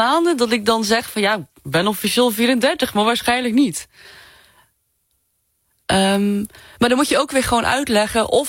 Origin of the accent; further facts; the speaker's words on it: Zeeland, Netherlands; accent: Zeeuws; first language Zeeuws (Zeelandic); Dutch is a second language; moved away; Dit is mijn eerste taal. Het is plat Zeeuws.